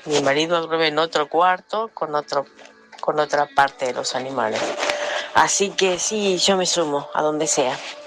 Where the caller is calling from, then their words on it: Castelar, Buenos Aires Province, Argentina; de Castelar.